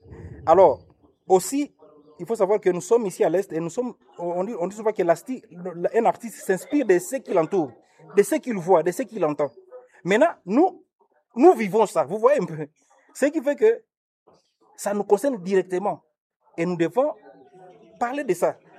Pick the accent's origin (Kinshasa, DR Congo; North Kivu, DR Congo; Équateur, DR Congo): North Kivu, DR Congo; Butembo; ici chez nous, au Boutembo?